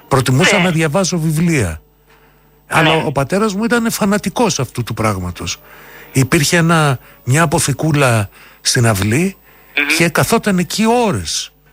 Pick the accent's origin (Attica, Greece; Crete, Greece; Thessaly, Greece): Attica, Greece; Athens; Γεννήθηκα στην Αθήνα. Η ιδιαίτερη πατρίδα μου είναι η Οδός Πατησίων.